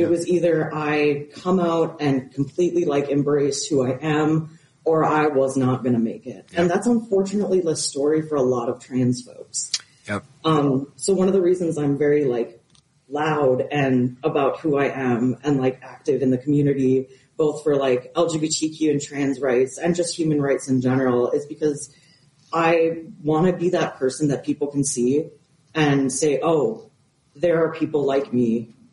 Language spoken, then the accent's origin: English; Wisconsin, United States; I grew up in Wisconsin.